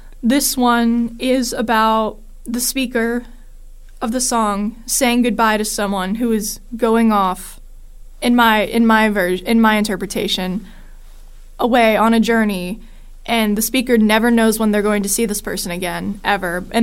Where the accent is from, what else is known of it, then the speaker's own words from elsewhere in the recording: Monaca, Pennsylvania, United States; I'm from Monaca.